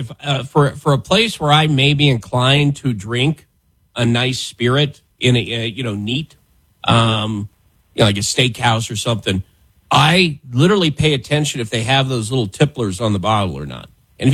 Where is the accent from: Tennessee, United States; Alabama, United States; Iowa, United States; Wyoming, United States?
Wyoming, United States; the town I grew up in Wyoming.